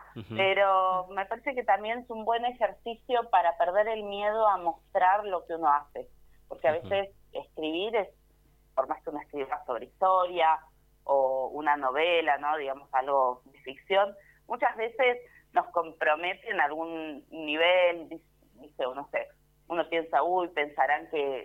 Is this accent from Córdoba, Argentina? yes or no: no; El Calafate, Santa Cruz, Argentina; moved away as an adult; also born or lived in Buenos Aires; también soy nacida y criada en este pueblo, conozco a muchos de los personajes que aparecen.